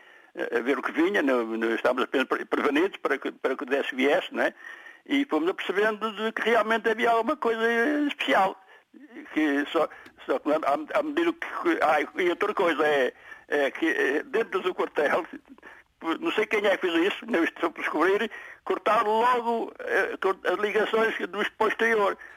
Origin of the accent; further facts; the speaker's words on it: Vila das Aves, Porto, Portugal; now in Maia, Portugal; Eu sou natural da Vila das Aves Santo Tirso.